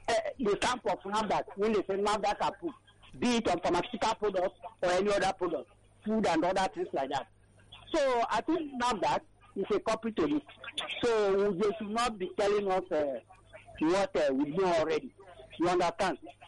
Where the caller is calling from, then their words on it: Nigeria; I'm calling from Abang again